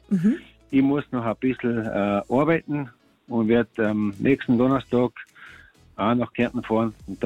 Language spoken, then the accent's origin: German; Switzerland; Ich habe nie in Kärnten gelebt. Ich bin aufgewachsen da in der Schweiz.